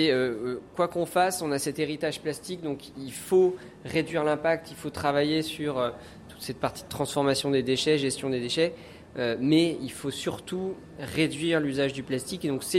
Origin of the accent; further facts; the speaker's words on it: France; chez nous en France